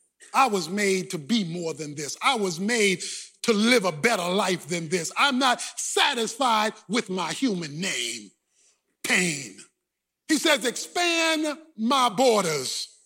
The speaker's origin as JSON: {"language": "English", "town": "Baltimore", "region": "Maryland", "country": "United States", "tie": "born or raised there"}